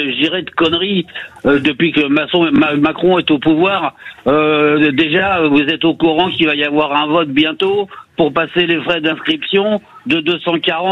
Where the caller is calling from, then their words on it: Montreuil, Île-de-France, France; Bonjour, de Montreuil.